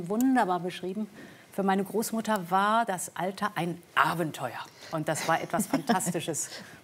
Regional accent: Brussels, Belgium; ich bin in Brüssel geboren und bin dort aufgewachsen.

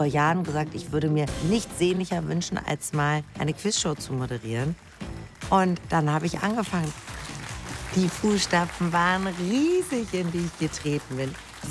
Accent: Hamburg, Germany; Ich komme aus Hamburg. Ich liebe mein Lakritz aus dem Norden.

